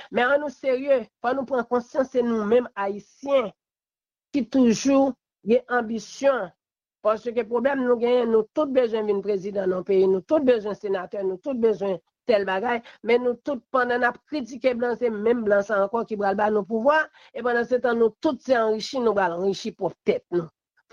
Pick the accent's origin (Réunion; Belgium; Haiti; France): Haiti; Je ne crois pas que c'est seul président Aristide, en tant que haïtien seulement, que nous avons.